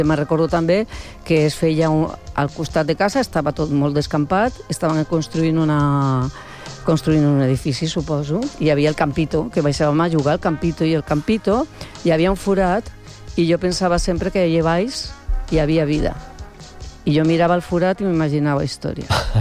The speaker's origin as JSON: {"language": "Catalan", "town": "Barcelona", "region": "Catalonia", "country": "Spain", "tie": "born or raised there", "said": "Pues jo recordo molt el meu barri."}